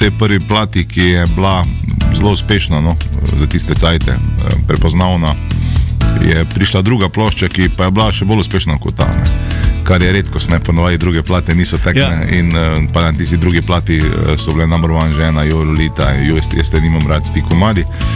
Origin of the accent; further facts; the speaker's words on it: Velenje, Savinjska, Slovenia; moved away as an adult; now in Maribor, Slovenia; sem se preselil iz Velenja v Maribor